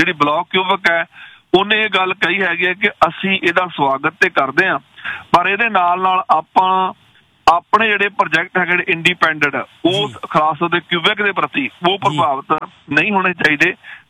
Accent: Canada

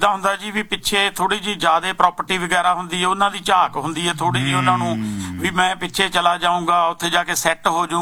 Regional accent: Moga, Punjab, India; now in Canada; Proper Moga ਸ਼ਹਿਰ, ਹਾਂਜੀ। ਮੈਂ ਤਾਂ ਉੱਥੇ ਜੰਮਿਆ ਪਲਿਆ ਜੀ, ਤੇ ਪਿੰਡ ਸਾਡਾ ਨਾਲ ਸੀਗਾ ਸਲੀਨਾ।

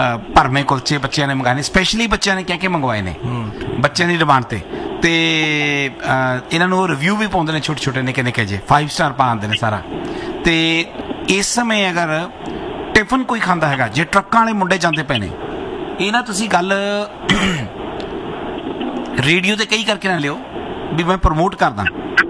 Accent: Ludhiana, Punjab, India; moved away; ਮੈਂ ਵੀ ਲੁਧਿਆਣੇ ਤੋਂ ਆ ਜੀ।

